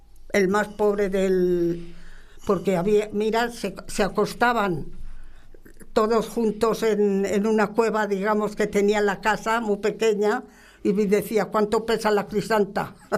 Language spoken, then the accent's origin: Spanish; Loranca del Campo, Castilla-La Mancha, Spain; De Loranca del Campo.